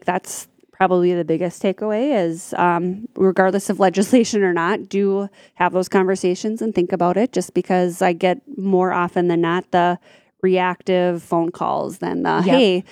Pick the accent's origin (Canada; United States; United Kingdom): United States; Ada, Minnesota; my mom was from Perm and we grew up in Ada